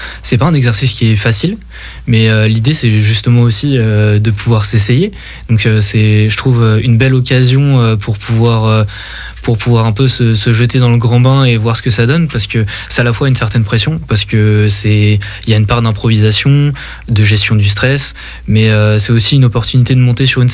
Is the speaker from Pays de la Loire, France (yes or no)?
yes; Dompierre-sur-Yon, Pays de la Loire, France; also born or lived in La Roche-sur-Yon; Alors je suis né à La Roche-sur-Yon mais j'ai grandi à Dompierre.